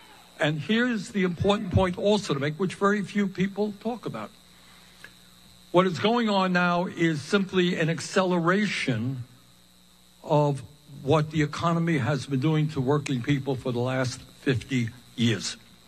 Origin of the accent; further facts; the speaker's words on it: New York City, New York, United States; We lived in a rent-controlled apartment. I grew up in Brooklyn. Rent-controlled apartment.